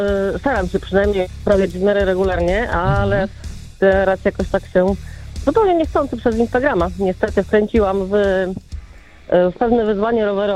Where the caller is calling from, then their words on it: Warsaw, Masovian Voivodeship, Poland; Z Warszawy.